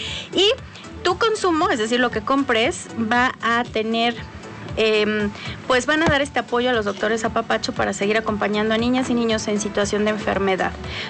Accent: Mexico

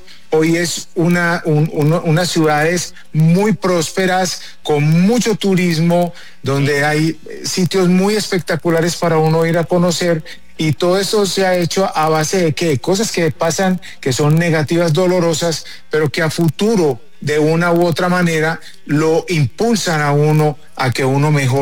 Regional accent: Colombia; como ser humano, como colombiano, lo toca, le duele, le revienta el corazón

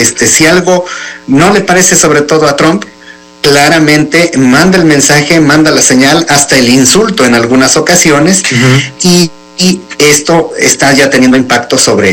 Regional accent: Mexico

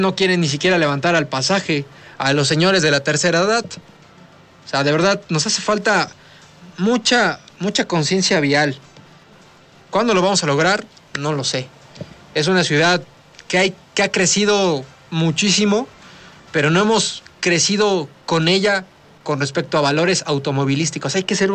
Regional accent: Puebla, Mexico; tenemos que aprender a convivir vialmente, porque de verdad, como poblanos, manejamos pésimo, horroroso.

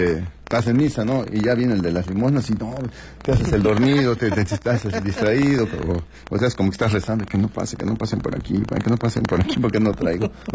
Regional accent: Mexico City, Mexico; born there; now in Acapulco, Mexico; yo, que nací en la Ciudad de México, pero tengo aquí 30 y tantos años viviendo en Acapulco

